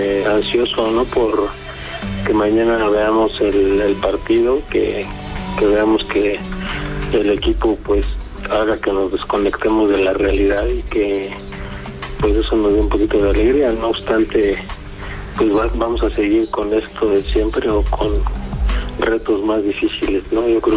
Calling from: Mexico City, Mexico; Sí, te escucho desde la Ciudad de México, aquí en el cerca del aeropuerto de la Ciudad de México.

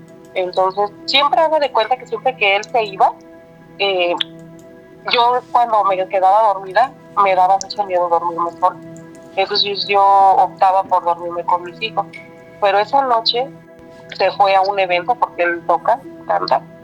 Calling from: Toluca, State of Mexico, Mexico; Hola, me encuentro en Toluca.

